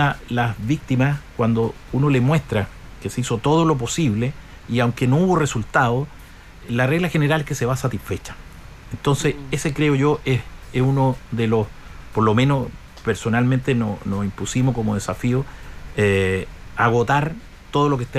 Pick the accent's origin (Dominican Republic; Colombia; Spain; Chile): Chile; Ñuble; Yo soy de Ñuble desde toda mi vida, nacido, criado acá en esta región